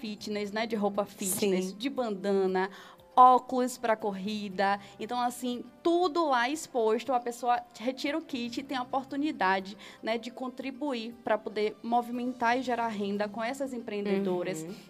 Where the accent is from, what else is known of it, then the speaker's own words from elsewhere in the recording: Santo Amaro, Bahia, Brazil; está sendo mesmo uma realização de abraçar essa corrida na minha cidade natal.